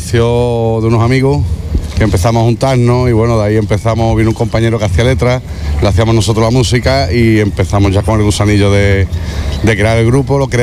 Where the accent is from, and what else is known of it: Huelva, Andalusia, Spain